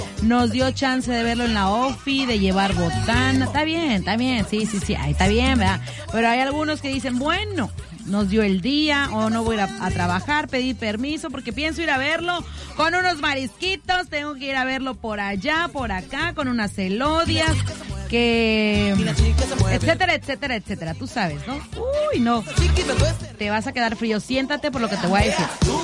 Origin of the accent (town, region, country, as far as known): Mexico